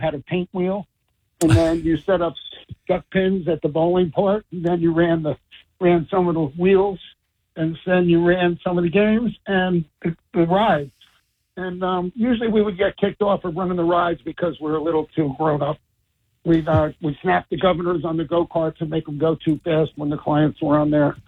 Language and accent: English; Brick, New Jersey, United States; I grew up at the shore. Every one of us from Brick and Toms River, our first jobs were Point Pleasant Beach, Boardwalk, and Seaside Boardwalk. We lived there, basically.